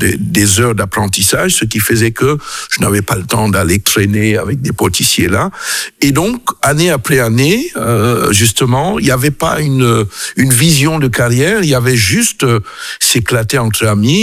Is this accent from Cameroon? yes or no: yes; Cameroon; moved away as an adult; now in Belgium